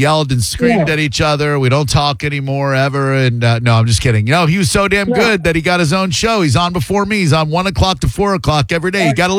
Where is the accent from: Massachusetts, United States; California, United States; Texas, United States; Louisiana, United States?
Massachusetts, United States; One of the first ones I listened to by … because I'm from Massachusetts.